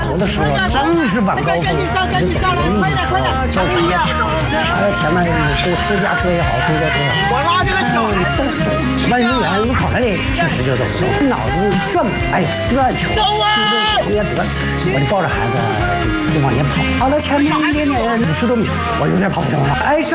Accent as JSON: {"language": "Chinese", "region": "Liaoning", "country": "China", "said": "我是辽宁人"}